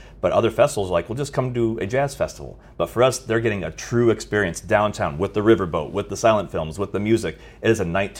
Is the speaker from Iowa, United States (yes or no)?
yes; Davenport, Iowa, United States; I'm from Davenport, Iowa